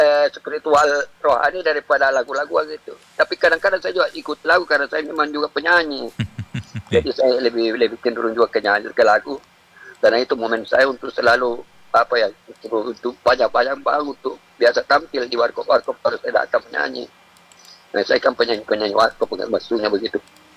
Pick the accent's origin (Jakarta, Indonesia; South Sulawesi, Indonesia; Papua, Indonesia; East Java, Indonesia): South Sulawesi, Indonesia; Makassar; Saya asli Bugis, maka saya asli Makassar. Karena lahir dan besar di sini, jadi inilah kampung halaman saya sebetulnya, bukan kampung halaman saya Sinjai.